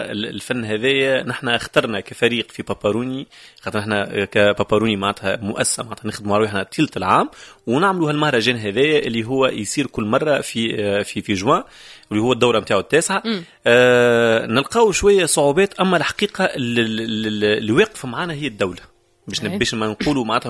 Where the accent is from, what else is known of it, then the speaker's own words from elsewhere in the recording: Tunisia; في بلادنا